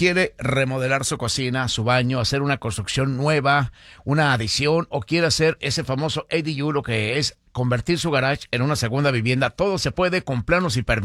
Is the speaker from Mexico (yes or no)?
yes; Michoacán, Mexico; now in Los Angeles, United States; que le está escuchando aquí en Los Ángeles. Somos de Michoacán